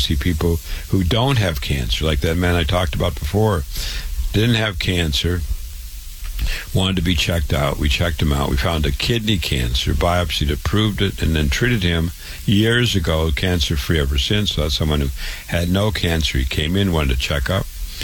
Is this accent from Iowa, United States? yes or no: yes; Waterloo, Iowa, United States; I was born and raised in Waterloo, Iowa. I went to public school. I went to university. I went to medical school